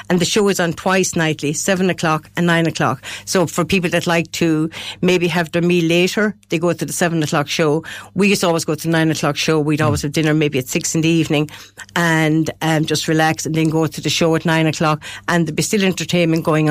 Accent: Ireland; being an Irish person on a ship that's mainly Americans

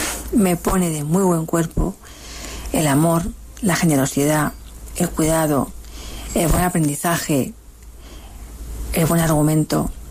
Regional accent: Leganés, Community of Madrid, Spain; Un abrazo para todos. … de Leganés

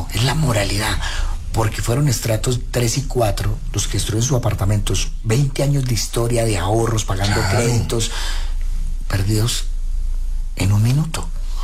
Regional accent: Colombia; nos hacen levantarnos como colombianos

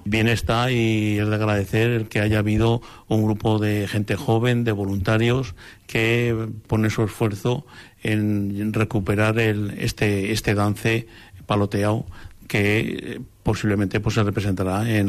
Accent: Ateca, Aragon, Spain; desde siempre, desde crío, ya digo que yo no tenía otro referente que el permanecer en Ateca y sentirme un atecano al 100%, y pensar siempre en hacer cosas para mi pueblo.

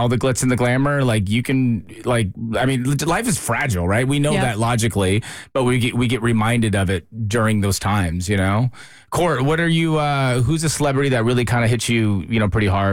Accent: California, United States; I grew up in California.

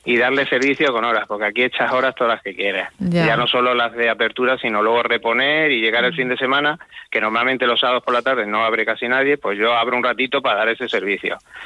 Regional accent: Agudo, Castilla-La Mancha, Spain; decidí apostar por lo rural, apostar por mi pueblo.

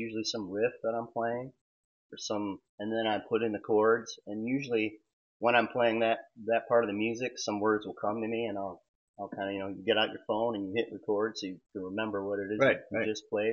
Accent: Ottawa, Illinois, United States; Well, I'm from Ottawa, so I went to school. I'm a McKinley boy in Shepherd in Ottawa High School.

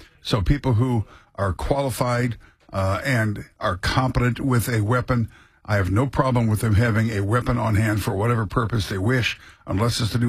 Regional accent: Chicago, Illinois, United States; I grew up in Chicago

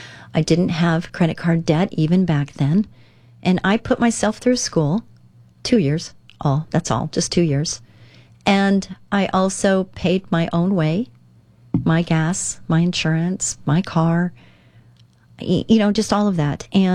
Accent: California, United States; born or raised there

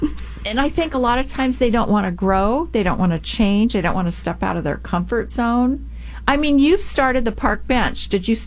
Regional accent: Upland, United States; I'm still a housewife from Upland, you know, my hometown.

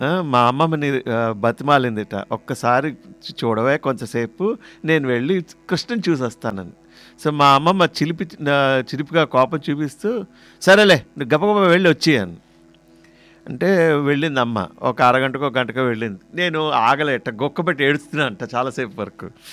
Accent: Vizianagaram, Andhra Pradesh, India; born there; విజయనగరంలో పుట్టాను, మన ఆంధ్రప్రదేశ్లో ఉన్న విజయనగరం, అప్పట్లో మంచి పేరుగాంచిన విజయనగరంలో పుట్టాను.

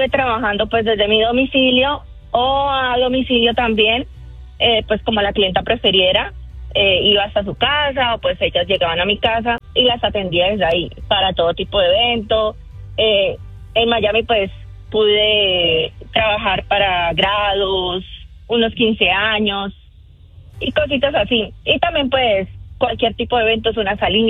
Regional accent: Santander, Colombia

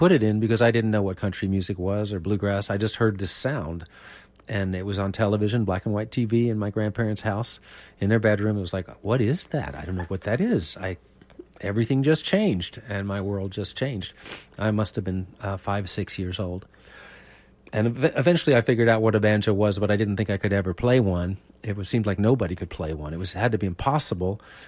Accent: New York, United States; how I feel as a New Yorker growing up with it

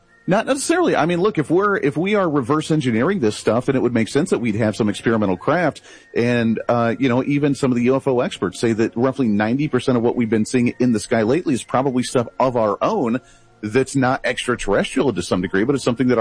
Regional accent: Bailey, Colorado, United States; the town that I grew up in Bailey, Colorado, we had the number one most amount of Bigfoot sightings in all the state of Colorado.

